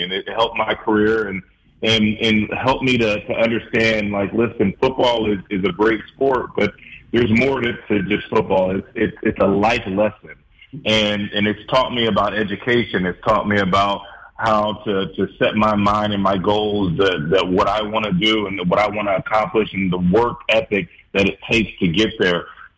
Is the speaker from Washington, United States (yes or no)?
no; The Woodlands, Texas, United States; I think I grew up in the Woodlands, Texas, north of Houston.